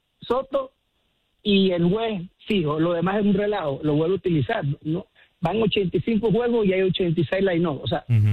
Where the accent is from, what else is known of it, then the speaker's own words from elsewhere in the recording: Venezuela; Hey, Luis, soy yanquista de corazón, pero también soy venezolano.